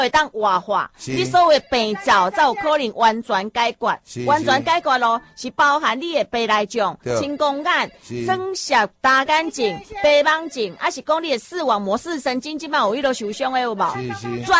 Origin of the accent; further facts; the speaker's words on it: Taiwan; 因为我们台湾，我们台湾人就是目睭坏，目睭坏